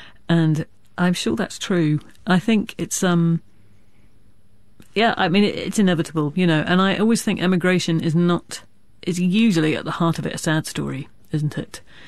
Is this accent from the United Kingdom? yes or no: yes; United Kingdom; accent: British; also born or lived in Ireland; I can't listen to myself in my very British voice saying the sentence I'm Irish, just because it just sounds grating to my ear